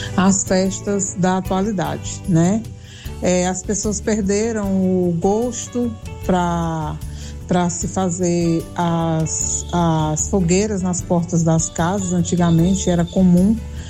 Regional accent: Piauí, Brazil; now in Paraná, Brazil; Padre João Carlos, eu sou do Piauí, mas atualmente vivo no Paraná.

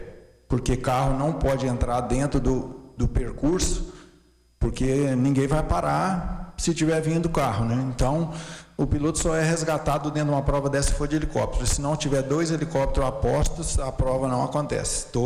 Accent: Domingos Martins, Espírito Santo, Brazil; moved away as an adult; now in Venda Nova do Imigrante, Brazil; eu sou natural de Domingos Martins, né? Próximo ali a Pedra Azul, mas moro em Venda Nova já há 3 anos

